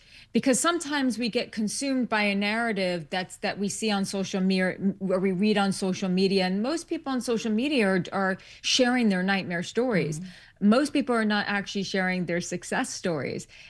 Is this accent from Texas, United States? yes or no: no; New York City, New York, United States; I was born and raised in New York.